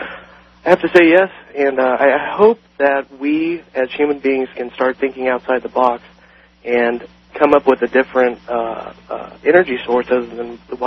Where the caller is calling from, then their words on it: Shelbyville, Indiana, United States; calling from Shelbyville, Indiana.